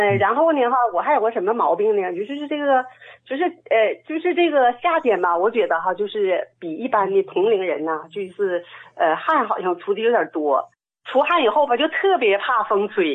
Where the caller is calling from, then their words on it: Shenyang, Liaoning, China; 我是沈阳的患者。